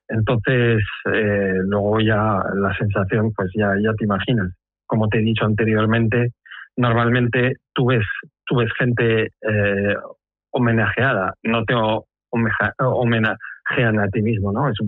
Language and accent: Spanish; Bilbao, Basque Country, Spain; Somos de Bilbao